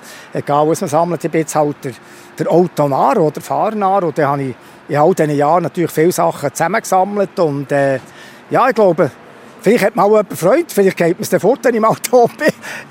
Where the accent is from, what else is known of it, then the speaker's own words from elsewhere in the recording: Switzerland; ich hoffe, dass wir irgendwo bei uns in Schweiz die Visionäre noch finden.